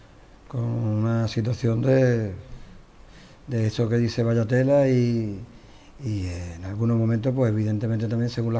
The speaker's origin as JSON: {"language": "Spanish", "town": "Chiclana de la Frontera", "region": "Andalusia", "country": "Spain", "said": "me enamoro a mi pueblo, me han surgido ofertas y he estado en otros cargos, pero mi plan es Chiclana"}